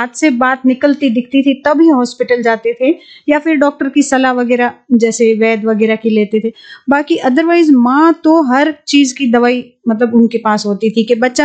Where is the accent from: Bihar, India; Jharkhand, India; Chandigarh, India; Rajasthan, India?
Rajasthan, India; मेरा गांव है पोकरण के पास है, उजला गांव है।